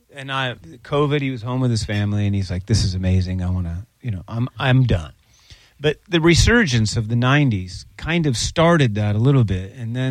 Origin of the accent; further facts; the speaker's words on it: Seattle, Washington, United States; mean, well, we came from Seattle.